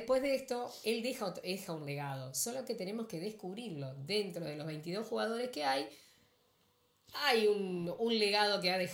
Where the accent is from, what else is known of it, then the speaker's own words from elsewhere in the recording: Argentina; como diciendo, también somos argentinas, ojo chicas, por favor.